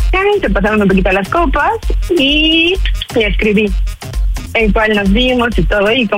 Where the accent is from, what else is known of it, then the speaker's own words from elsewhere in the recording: Cuernavaca, Morelos, Mexico; Hola, soy de Cuernavaca y tengo 32 años.